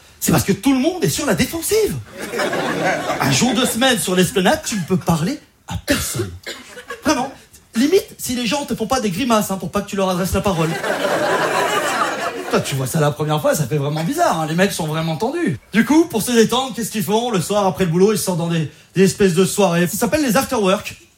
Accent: Auvergne-Rhône-Alpes, France; Moi, je viens de Savoie, d'un petit village de montagne.

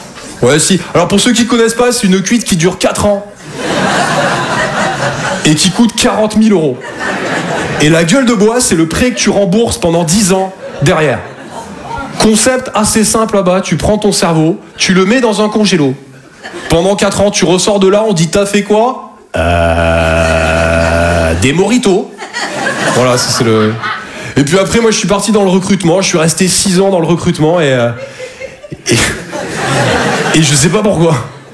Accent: Toulouse, Occitanie, France; now in Paris, France

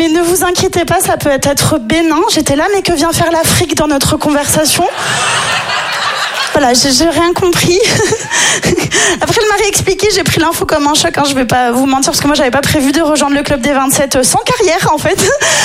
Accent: Nice, Provence-Alpes-Côte d'Azur, France; moi je suis niçoise, donc c'est littéralement mes deux activités préférées quoi dans la vie.

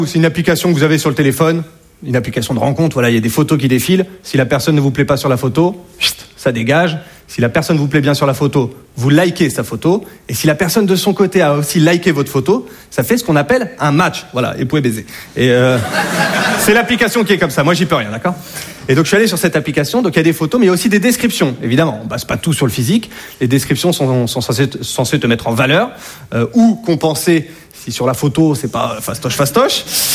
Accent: Hauts-de-France, France

